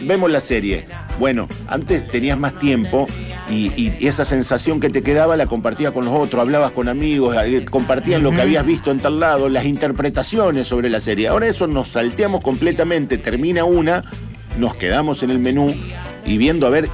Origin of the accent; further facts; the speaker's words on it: Argentina; yo soy argentino